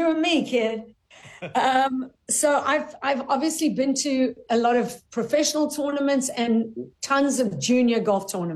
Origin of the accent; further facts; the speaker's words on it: South Africa; So I'm from South Africa. We have some incredible golf courses in South Africa